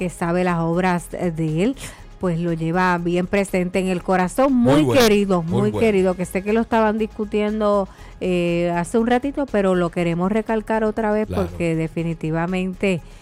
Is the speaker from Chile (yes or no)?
no; Bayamón, Puerto Rico; born there; also born or lived in San Juan, Puerto Rico; en San Juan, pero después mis padres decidieron mudarse a Bayamón.